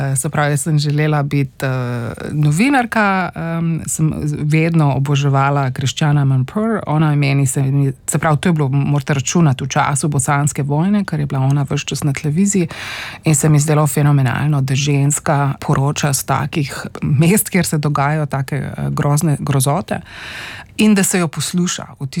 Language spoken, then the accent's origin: Slovenian; Postojna, Primorska, Slovenia; Jaz sem odraščala v Postojni, oziroma bom rekla splošno na Primorske